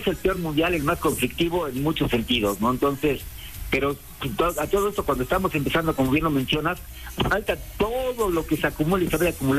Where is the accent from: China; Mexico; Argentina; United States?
Mexico; nosotros como mexicanos